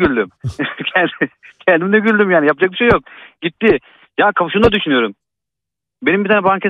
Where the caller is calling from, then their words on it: Manisa, Turkey; Ben Manisa'dan arıyorum sizi de.